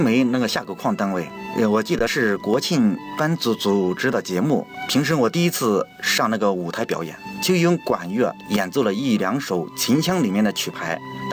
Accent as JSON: {"language": "Chinese", "town": "Binzhou", "region": "Shaanxi", "country": "China", "tie": "born there", "said": "我出生在滨州"}